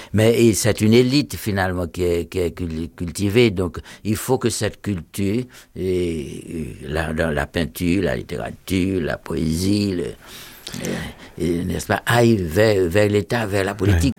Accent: Jacmel, Sud-Est, Haiti; moved away; quand je suis arrivé dans ma ville natale

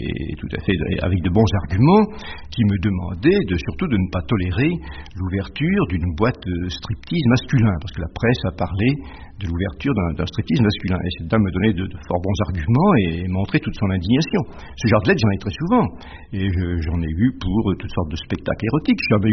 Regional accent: France; Vous savez, nous sommes français, un peu latin, un peu gaulois.

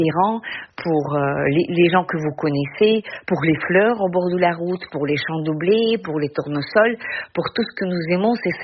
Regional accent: Ukraine; le peuple ukrainien

